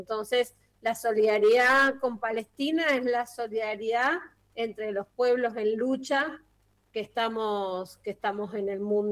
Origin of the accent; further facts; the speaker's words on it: General Alvear, Mendoza, Argentina; born there; now in Buenos Aires, Argentina; tengo un poco mi patria chica. Estuve por la provincia de San Luis, por la provincia de Mendoza, fui a mi pueblo